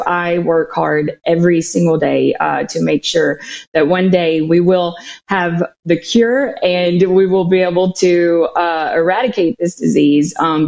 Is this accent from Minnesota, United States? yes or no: no; Mississippi, United States; moved away as an adult; now in Madison, Mississippi, United States; I am from the Mississippi Gulf Coast, so I live in Madison, Mississippi now, but I grew up in Goshen, so I'm a coastie. I'm a coastal girl. I grew up reading the Sun Herald, and so I'm up here based near the Capitol, but I will always be a coastal girl.